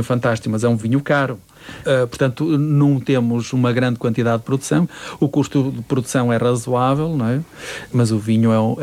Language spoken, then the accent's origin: Portuguese; Norte, Portugal; eu sou duriense, não é? Sou transmontano duriense